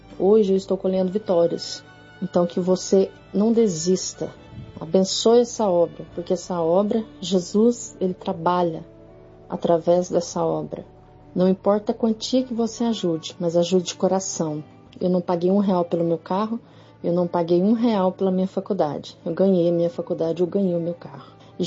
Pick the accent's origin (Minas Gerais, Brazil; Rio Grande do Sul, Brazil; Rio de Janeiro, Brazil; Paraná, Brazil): Minas Gerais, Brazil; Campos Gerais